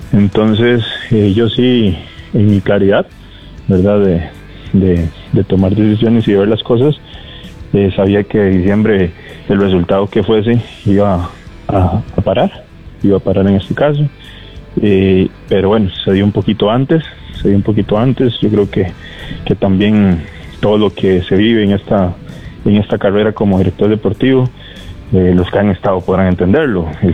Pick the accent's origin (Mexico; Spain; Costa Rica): Costa Rica; San Carlos, Alajuela; yo soy de San Carlos